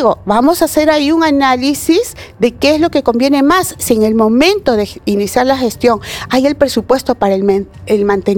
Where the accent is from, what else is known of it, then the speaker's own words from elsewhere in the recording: Lima, Peru; los limeños, los que nos trasladamos hacia Lurín, yo también soy vecina de Lurín